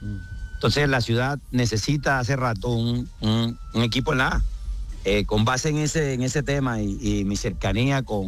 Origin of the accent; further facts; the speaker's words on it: Cartagena, Bolívar, Colombia; como yo me muevo en la ciudad, yo soy cartagenero.